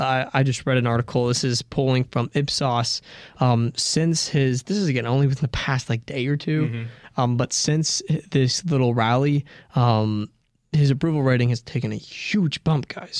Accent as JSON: {"language": "English", "region": "Scotland", "country": "United Kingdom", "said": "I'm very Scottish, so I wouldn't mind that, but I have no ties to those countries."}